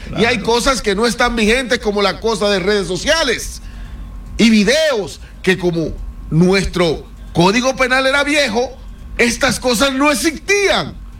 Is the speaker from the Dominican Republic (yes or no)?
yes; Dominican Republic; now in Spain